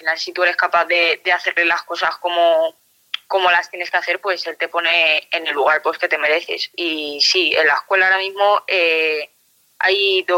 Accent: Madrid, Community of Madrid, Spain; Pues bueno, yo soy madrileña

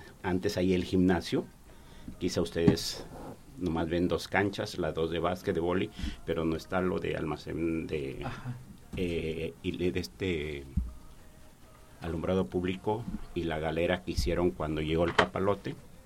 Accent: El Llano, Aguascalientes, Mexico; moved away as an adult; now in Poza Rica, Mexico; yo soy originario de Los Conos, el Llano, Aguascalientes, orgullosamente. Llegué aquí en el 82 al estado de Veracruz como maestro de primaria. Sí, llegué aquí a Poza Rica en el 86, anduve por Pisaflores, Santa María Pipilhuasco

